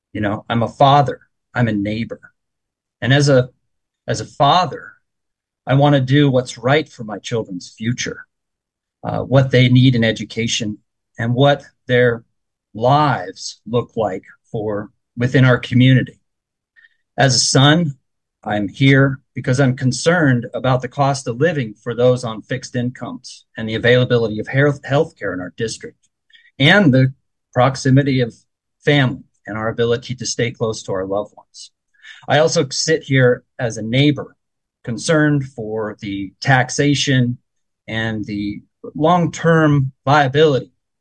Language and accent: English; Port Townsend, Washington, United States; I'm a lifelong resident of Jefferson County of District 24. I was born and raised in Port Townsend at Jefferson General Hospital. I was graduated Port Townsend High School in 1997. I have always called Jefferson County and the Olympic Peninsula my home.